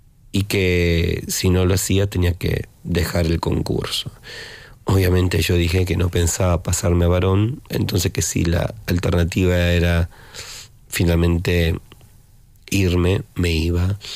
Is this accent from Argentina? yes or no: yes; Argentina; ese momento al Instituto Nacional contra el Racismo, la Xenofobia y la Discriminación, que existía en mi país. Lamentablemente tengo que usar ese tiempo verbal. Existía, porque el INADI, como lo llamamos, ya no está más en el gobierno de Milei.